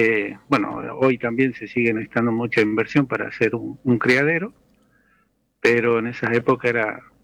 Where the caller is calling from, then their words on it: Santiago del Estero, Argentina; Yo estoy en el departamento Banda, a unos 30 kilómetros de la ciudad capital, que es Santiago del Estero.